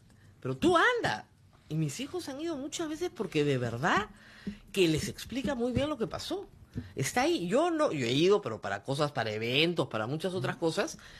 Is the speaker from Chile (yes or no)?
no; Peru; me considero muy peruana